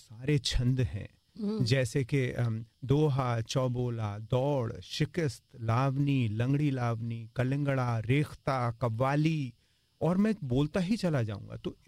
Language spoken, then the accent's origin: Hindi; Delhi, India; also born or lived in Samai; चूंकि मैं गांव में पैदा हुआ, छप्पर के नीचे दाई ने पैदा करवाया हमारे सामई गांव में, लेकिन फिर क्योंकि बाबूजी दिल्ली आए तो उनके साथ साथ मैं भी दिल्ली आया।